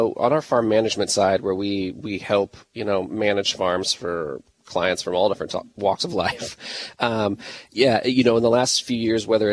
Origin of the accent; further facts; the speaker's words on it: Jacksonville, Illinois, United States; now in Springfield, United States; That's my hometown, Jacksonville.